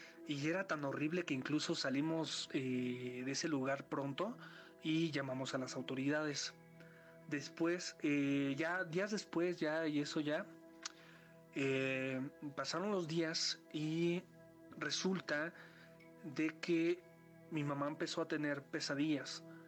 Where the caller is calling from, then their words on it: Mexico City, Mexico; soy de la Ciudad de México. Les hablo aquí de la delegación Iztacalco.